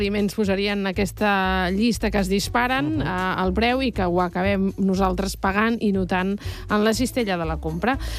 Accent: Valencian Community, Spain; Com a valenciana que sóc.

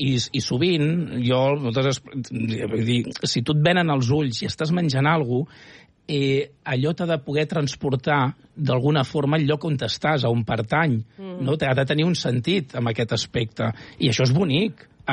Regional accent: Catalonia, Spain; born there; Jo sóc del Baix Llobregat.

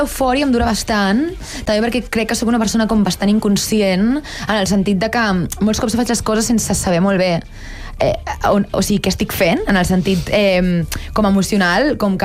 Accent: Barcelona, Catalonia, Spain; Perquè fins a aquell moment, no, que jo vinc del Raval, en plan, jo no coneixia ningú que fos cantant

